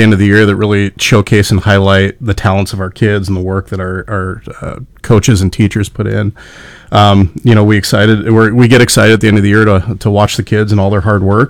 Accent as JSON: {"language": "English", "region": "Washington", "country": "United States", "tie": "born or raised there", "moved": "yes", "lives_now": "Oregon, United States", "said": "I grew up in Washington"}